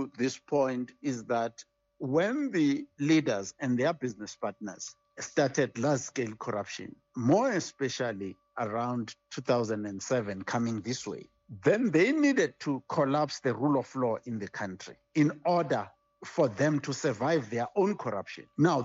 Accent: South Africa; as a South African citizen myself

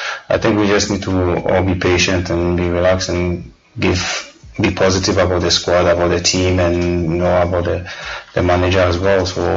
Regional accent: Ghana; And I know Ghanaians, I know the country the way we are, because I'm Ghanaian

